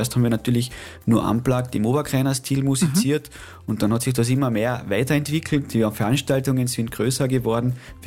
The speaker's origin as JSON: {"language": "German", "town": "Steuerberg", "region": "Carinthia", "country": "Austria", "said": "Ich bin aus Steuerberg"}